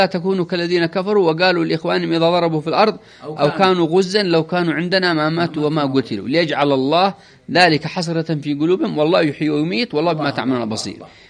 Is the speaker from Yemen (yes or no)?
yes; Yemen; إذا كان هؤلاء يحشدون من دول، ماذا نحشد من بلادنا ونحن أبناء اليمن؟